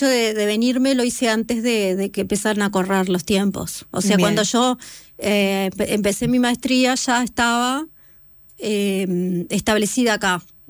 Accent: Salto, Uruguay; also born or lived in Montevideo; yo soy de Salto, y estaba en Montevideo

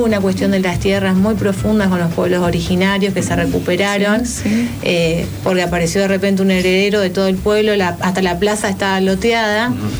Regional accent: Curuzú Cuatiá, Corrientes, Argentina; born there; Yo nací en Curuzú, Cuatía Corrientes, y mi abuela guaraní.

